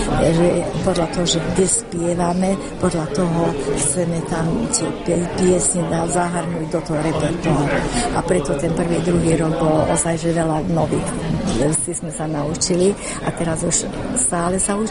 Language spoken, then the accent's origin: Slovak; Šaľa, Nitra Region, Slovakia; som zo Šalé, som vedúca tohto spevokolu Slniečko, bývalá učiteľka na klavír.